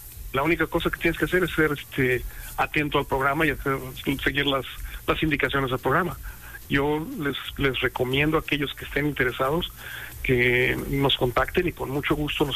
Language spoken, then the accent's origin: Spanish; Mexico; moved away as an adult; yo le pago a México lo que México hizo por mí, ¿no? Yo cuando terminé mi escuela de medicina me salí de México y ya nunca regresé.